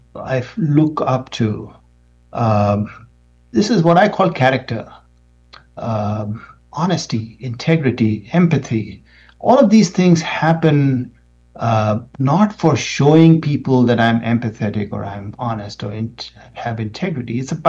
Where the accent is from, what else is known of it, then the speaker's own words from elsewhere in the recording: India; now in United States; I come from India originally, which is a country which is, very big country with a lot of people and very high competition for resources.